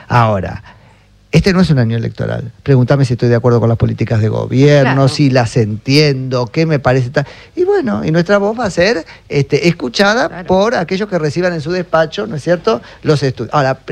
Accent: Argentina; O sea, pagamos carísimo como argentinos, independientemente de los resultados, este, el proceso electoral del año pasado.

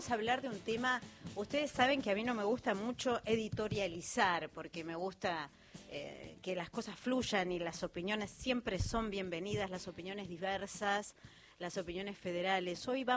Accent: Argentina; una institución que nos enorgullece como argentinos

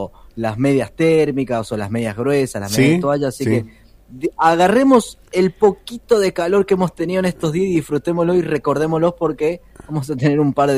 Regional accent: Mendoza, Argentina

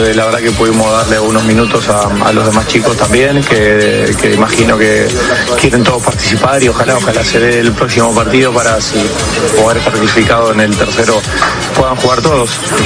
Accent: Argentina; Dirán que porque soy argentino lo digo

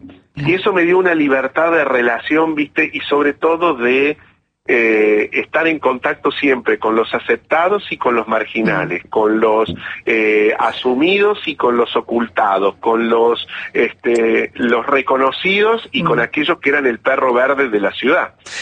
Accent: Río Cuarto, Córdoba, Argentina; born there; Yo nací en Río Cuarto, al sur de la provincia de Córdoba.

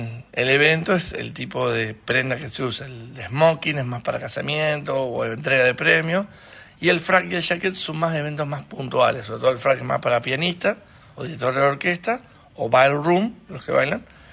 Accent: Mar del Plata, Buenos Aires Province, Argentina; now in Entre Ríos, Argentina; Nosotros somos de Mar del Plata, somos nacidos en Mar del Plata

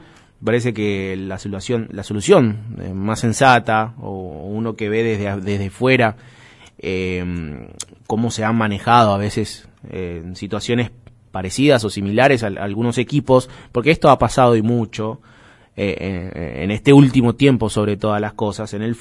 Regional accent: Argentina; siendo argentinos

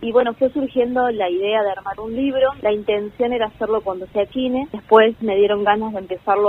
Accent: María Grande, Entre Ríos, Argentina; now in Villaguay, Argentina; Soy de María Grande y yo estoy, la curso en la UNER, está en Villaguay, vivo en Villaguay.

